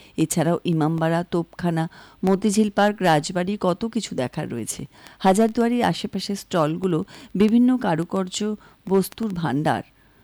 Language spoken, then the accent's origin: Bangla; Murshidabad, West Bengal, India; born there; আমরা মুর্শিদাবাদে জন্মেছি, আমরা মুর্শিদাবাদে বাস করি।